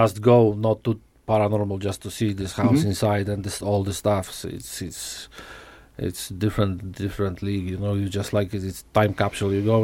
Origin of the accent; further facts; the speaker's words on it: Hereford, West Midlands, United Kingdom; I'm from Hereford